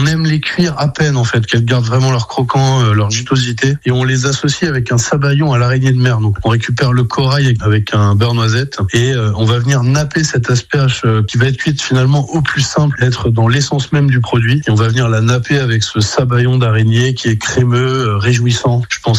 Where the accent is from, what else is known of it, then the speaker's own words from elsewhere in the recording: Nouvelle-Aquitaine, France; J'ai grandi au Pays Basque, d'où le nom.